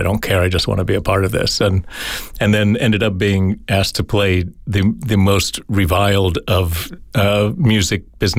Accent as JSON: {"language": "English", "town": "Huntington", "region": "West Virginia", "country": "United States", "tie": "born or raised there", "also_born_or_lived": "Northeast US / Los Angeles / Germany", "moved": "as an adult", "lives_now": "New Orleans, United States", "said": "I grew up in West Virginia, in Huntington, West Virginia, and it's funny, I grew up there. I left for college and then kind of didn't really go back because my parents and family moved from there"}